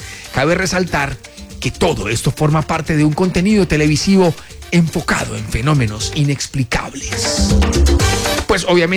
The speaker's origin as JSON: {"language": "Spanish", "town": "Ibagué", "region": "Tolima", "country": "Colombia", "said": "En mi departamento, de hecho. Ustedes ya saben que yo soy ibaguereño, soy tolimense."}